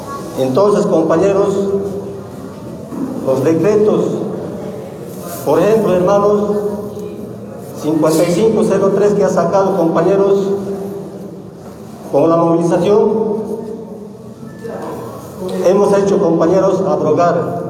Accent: Bolivia; Nosotros como bolivianos

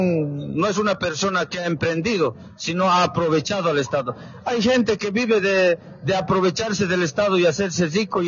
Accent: Bolivia; somos hermanos bolivianos

